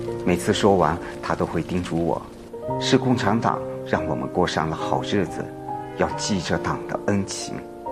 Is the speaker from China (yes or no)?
yes; Cangyuan, Yunnan, China; moved away; 这就是我的家乡临沧市沧源佤族自治县。我外婆是一名地地道道的佤族